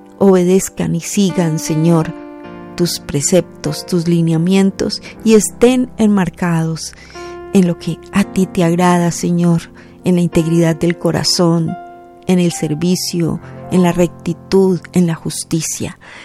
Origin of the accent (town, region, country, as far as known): Colombia